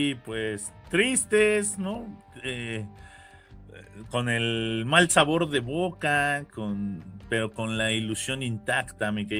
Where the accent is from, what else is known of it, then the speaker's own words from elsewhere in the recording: Mexico; Como aficionado mexicano, como con la ilusión, con la esperanza, con las ganas de que México dejara todo